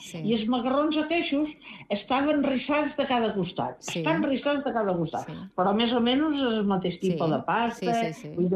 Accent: Balearic Islands, Spain; I això, jo com a eivissenca i que ja tinc anys, em dol molt.

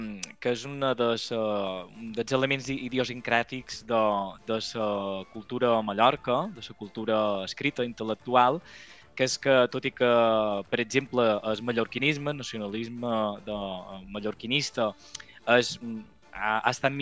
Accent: Palma, Balearic Islands, Spain; en ser mallorquí, jo som de Palma també, som llongat com en Joan Pau

